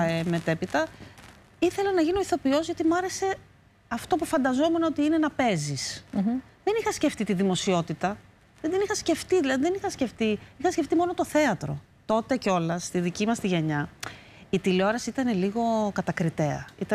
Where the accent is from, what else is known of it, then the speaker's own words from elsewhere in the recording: Athens, Attica, Greece; also born or lived in Crete; Μεγάλωσα εδώ, στην Αθήνα. Δηλαδή, τα πρώτα χρόνια στην Κρήτη και μετά στην Αθήνα.